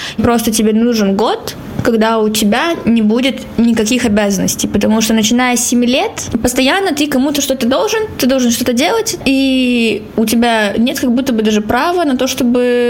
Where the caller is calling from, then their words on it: Irkutsk, Irkutsk Oblast, Russia; я из Иркутска, мне 17 лет